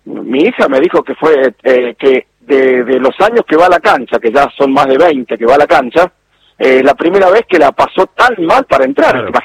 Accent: Noetinger, Córdoba, Argentina; born there; moved away; me quedé aquí en mi pueblo.

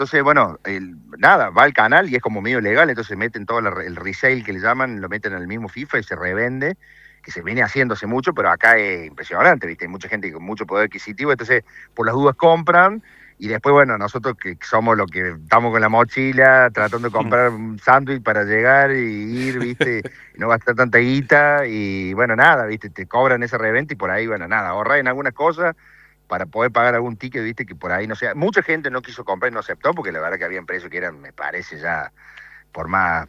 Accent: Argentina; pero bueno, somos todos argentinos y acá nos unimos todos.

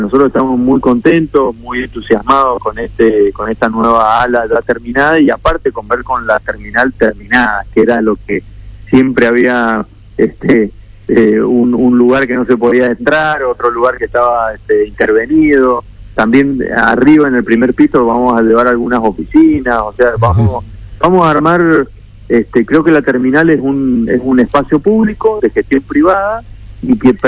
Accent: Mendoza, Argentina; Así que muy contento, soy mendocino, soy emprendedor, sí.

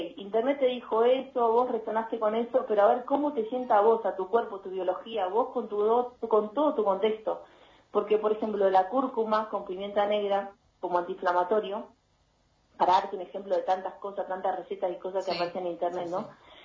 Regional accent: Tierra del Fuego, Argentina; Es 2964, que es la característica de Tierra del Fuego, de donde vengo.

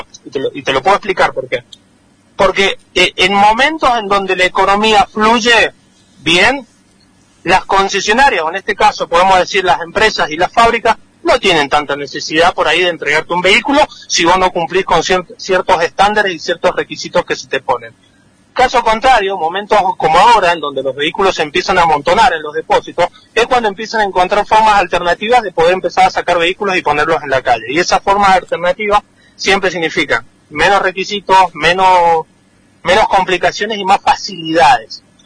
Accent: Malargüe, Mendoza, Argentina; yo soy de acá de Malargüe

